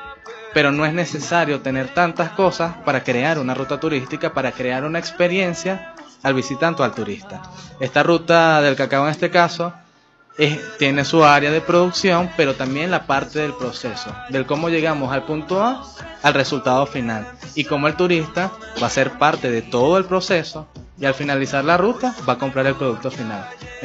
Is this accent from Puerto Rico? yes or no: no; Barquisimeto, Lara, Venezuela; Nosotros quienes somos de Lara, quienes somos de Barquisimeto